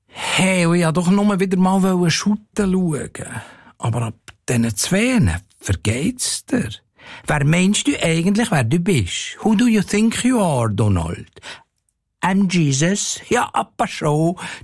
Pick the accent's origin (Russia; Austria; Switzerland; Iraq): Switzerland